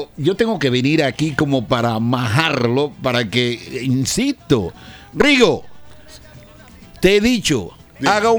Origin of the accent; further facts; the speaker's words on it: Bocas del Toro, Panama; bocatoreño. Nacionalizado colorense.